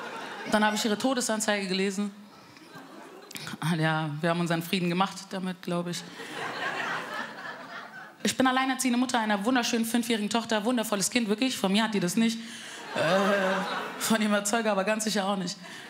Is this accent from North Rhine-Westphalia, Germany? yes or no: no; Bavaria, Germany; Ich bin aus Frankfurt. Spaß, ich bin eigentlich aus Bayern.